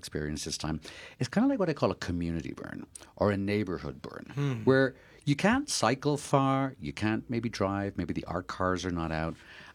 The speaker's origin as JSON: {"language": "English", "country": "Ireland", "said": "I'm Irish."}